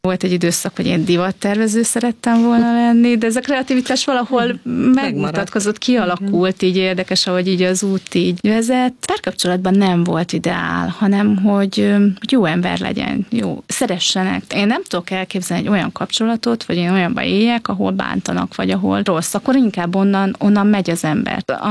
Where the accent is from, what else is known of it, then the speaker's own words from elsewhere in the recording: Szeged, Csongrád-Csanád, Hungary; born there; Igen, hát én Szegeden születtem